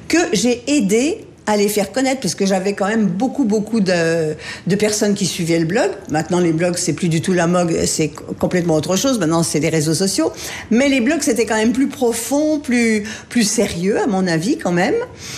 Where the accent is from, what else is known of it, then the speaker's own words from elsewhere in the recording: Auvergne-Rhône-Alpes, France; je suis savoyarde